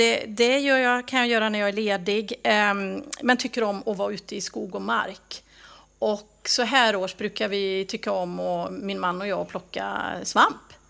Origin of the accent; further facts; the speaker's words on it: Hudene, Västra Götaland County, Sweden; Jag är från Herrljunga kommun från början. Mm. Från Hudene.